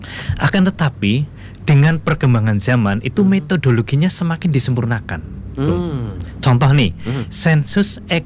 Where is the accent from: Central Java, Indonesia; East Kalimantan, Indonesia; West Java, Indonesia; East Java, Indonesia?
Central Java, Indonesia; Kebumen; now in Sambas, Indonesia; Asal saya dari Kebumen, Jawa Tengah. Alhamdulillah mendapatkan penugasan dari pimpinan sejak 5 Juni tahun 2006. Memang masih baru di Sambas, tapi saya sangat senang sekali dan kerasan di Sambas